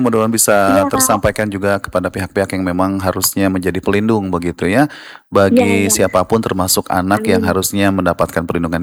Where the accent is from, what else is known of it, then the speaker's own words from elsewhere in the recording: West Java, Indonesia; born there; budaya Sunda, tanah kelahiran saya sendiri.